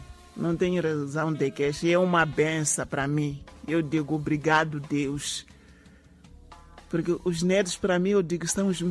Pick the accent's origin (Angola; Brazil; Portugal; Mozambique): Mozambique; Inhambane; born there; now in Maputo, Mozambique; Eu não nasci aqui em Maputo. Nasci em Inhambane. Eu faço aqueles pratos de lá típicos da minha terra.